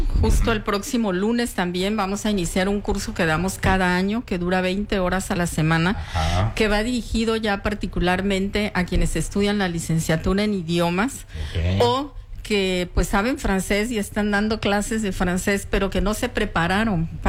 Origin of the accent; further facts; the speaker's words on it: Mexico; Yo soy mexicana.